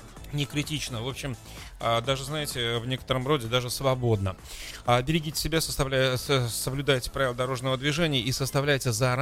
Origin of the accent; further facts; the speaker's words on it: Kaspiysk, Dagestan, Russia; Так, мой родной город Каспийск